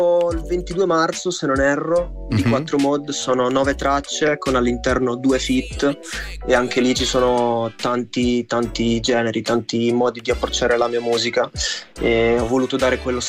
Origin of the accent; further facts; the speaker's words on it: Sant'Andrea in Casale, Emilia-Romagna, Italy; io sono di Sant'Andrea in Casale, provincia di Rimini.